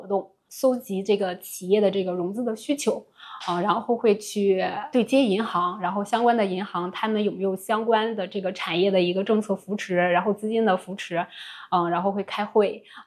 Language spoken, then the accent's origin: Chinese; Dandong, Liaoning, China; 我们丹东的孩子们